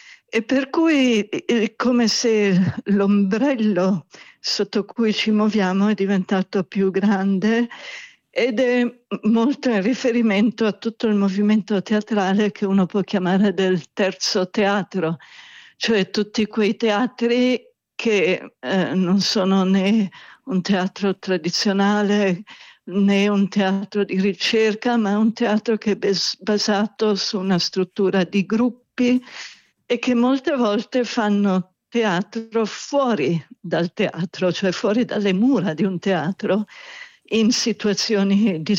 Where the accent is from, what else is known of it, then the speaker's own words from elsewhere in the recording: England, United Kingdom; moved away; also born or lived in Denmark; perché originariamente io sono inglese.